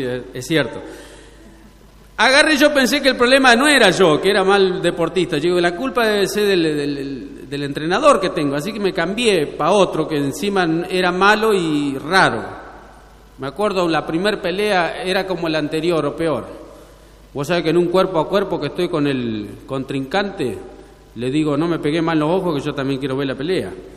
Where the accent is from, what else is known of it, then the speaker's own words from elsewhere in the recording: Victorica, La Pampa, Argentina; Y yo he nacido en un pueblo que es el primer pueblo de La Pampa, que se llama Victorica, de ahí vengo, de ese lado, donde hemos pasado una vida bárbara nosotros, una infancia feliz, 10 hermanos somos.